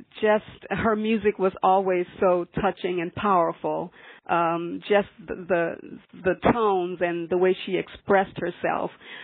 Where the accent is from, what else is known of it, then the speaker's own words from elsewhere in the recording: Louisiana, United States; I grew up in Louisiana with a family of 13 siblings. I am the youngest of 8 girls and 4 boys.